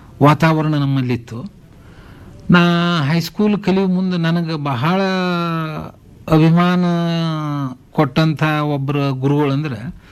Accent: Banahatti, Karnataka, India; ನಮಗೆ ನಮ್ಮ ಊರು ಬನಟ್ಟಿ ಸಣ್ಣದು

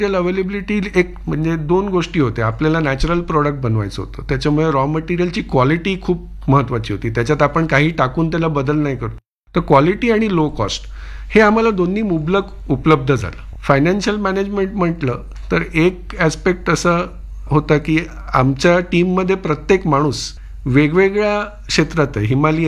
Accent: Dahanu, Maharashtra, India; आमचं गाव समुद्रकिनारी आहे आणि एक वीकेंड डेस्टिनेशन आहे, तर खूप टुरिस्ट येतात. बोर्डी डहाणू हा जो परिसर आहे

